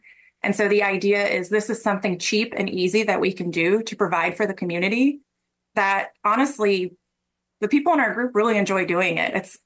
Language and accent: English; Arizona, United States; now in Missouri, United States; I myself am not. I'm from Arizona.